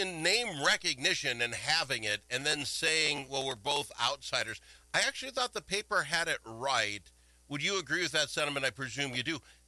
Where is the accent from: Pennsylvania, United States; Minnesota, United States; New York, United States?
Minnesota, United States; Forest Lake; now in Blue Earth, United States; I'm from Forest Lake, Minnesota